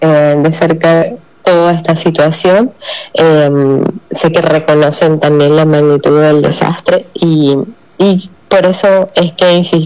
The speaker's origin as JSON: {"language": "Spanish", "country": "Venezuela", "said": "lo que esperamos como venezolanos, como ciudadanos"}